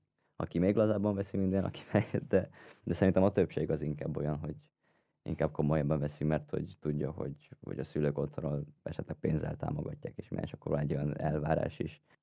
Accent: Cluj-Napoca, Cluj County, Romania; én, mint kolozsvári és egyetemre járó

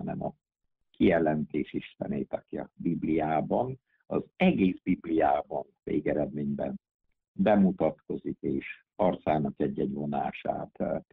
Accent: Transylvania, Romania; A egyházban, egy szorvány Dél-Erdély gyülekezetben valóban születtem, úgyhogy egyetlen vallás óráról tudok, amire nem tudtam elmenni.

